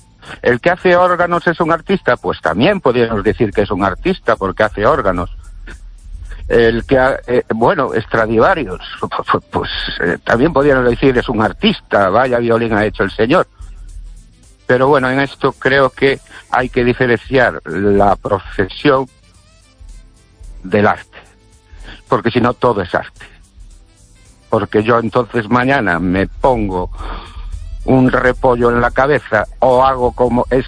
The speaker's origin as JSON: {"language": "Spanish", "town": "Ourense", "region": "Galicia", "country": "Spain", "said": "Buenas noches, estéreo oyentes … de Orense."}